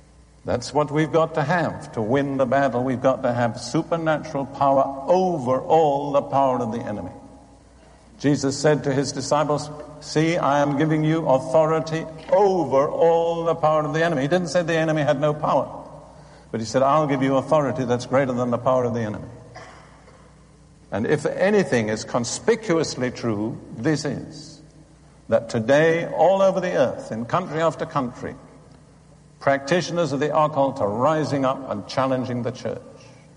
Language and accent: English; United Kingdom; moved away; I'm still British by background.